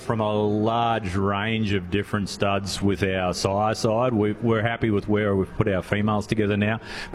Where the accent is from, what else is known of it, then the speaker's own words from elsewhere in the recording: Queensland, Australia; I am a Queenslander.